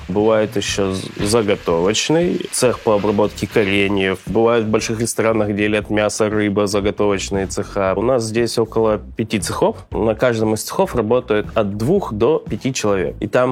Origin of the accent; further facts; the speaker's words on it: Krasnodar Krai, Russia; born there; Я родился на Кубани